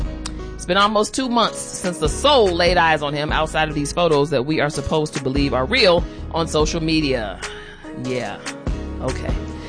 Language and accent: English; Chicago, Illinois, United States; night at the United Center in my hometown of Chicago.